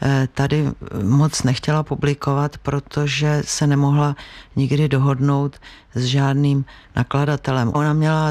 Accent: Prague, Czechia; My jsme vyrůstali v Dejvicích na jednom dvoře.

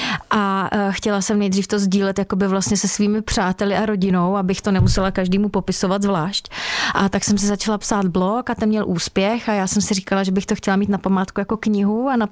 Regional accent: Sokolov, Karlovy Vary Region, Czechia; moved away as an adult; also born or lived in Kraslice; now in Prague, Czech Republic; Narodila jsem se jako spousta dětí a mého ročníku v Kraslicích, ale jinak jsem celý život vyrůstala v Sokolově, celé dětství i vlastně dospívání jsem tam prožila.

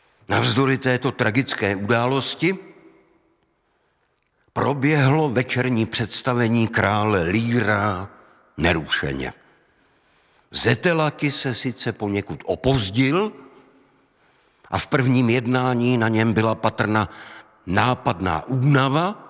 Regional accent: Olomouc, Olomouc Region, Czechia; born there; máte ještě ten barák v Olomoucu? Já jsem říkal, no mám, samozřejmě, to je můj rodný dům

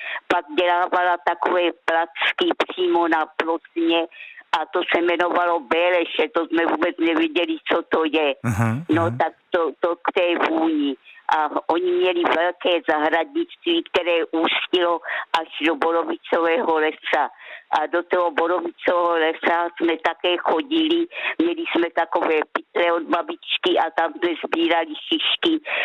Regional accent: Rohatec, South Moravian Region, Czechia; born there; Narodila jsem se v Rohací u Hodonína

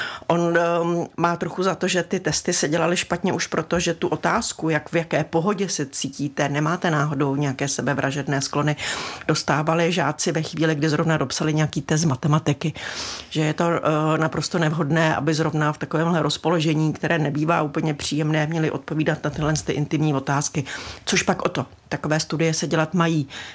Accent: Pardubice Region, Czechia; Já jsem z Pardubic

